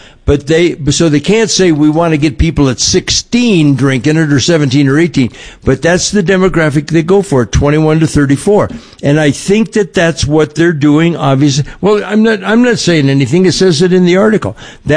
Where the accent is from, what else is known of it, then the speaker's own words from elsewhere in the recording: California, United States; Well, I think in California growing up, we were one of the places they could get it.